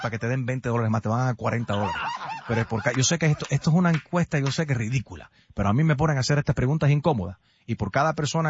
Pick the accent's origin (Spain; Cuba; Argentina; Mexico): Cuba; Pinar del Río; born there; Bueno, yo soy de... Nací en Pinar del Río, pero entonces a mí me llevaron...